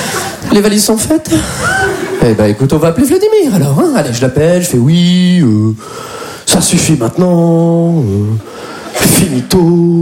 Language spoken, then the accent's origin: French; Poitiers, Nouvelle-Aquitaine, France; Moi je viens de Poitiers.